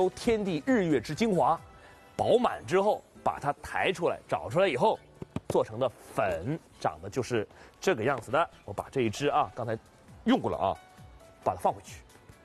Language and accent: Chinese; Heilongjiang, China; now in Shanghai, China; 比如我老家黑龙江的嘛